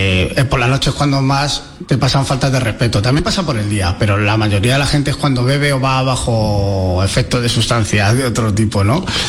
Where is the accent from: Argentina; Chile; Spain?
Spain; Madrid, Community of Madrid; Porque yo soy madrileño y he conducido desde los 18 años por Madrid.